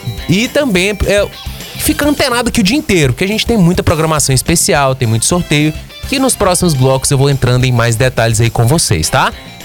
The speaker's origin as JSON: {"language": "Portuguese", "country": "Brazil", "said": "Como um bom brasileiro"}